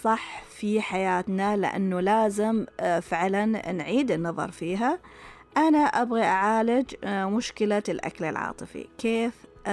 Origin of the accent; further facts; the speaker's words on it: Saudi Arabia; عندنا في السعودية